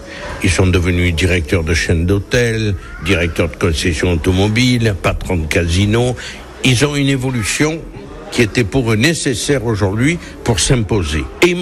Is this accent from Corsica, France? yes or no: yes; Corsica, France; Un Français là-bas, plutôt un Corse, je rectifie volontairement, un Corse qui roule en Harley